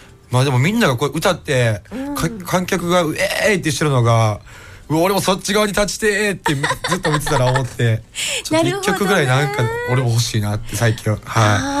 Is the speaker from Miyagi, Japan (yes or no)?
no; Ishii, Tokushima, Japan; moved away as an adult; also born or lived in Osaka; 僕は徳島県の石井町っていうところです